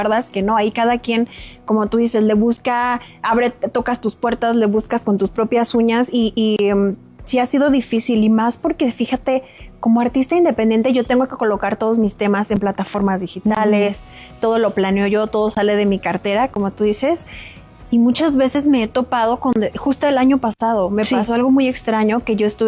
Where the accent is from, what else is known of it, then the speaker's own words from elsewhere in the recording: Culiacán, Sinaloa, Mexico; Yo soy de Culiacán.